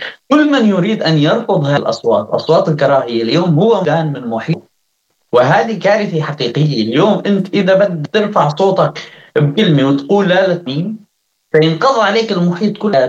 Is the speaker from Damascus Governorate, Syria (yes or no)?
no; As-Suwayda Governorate, Syria; أنا من السويد وشهادتي مجروحة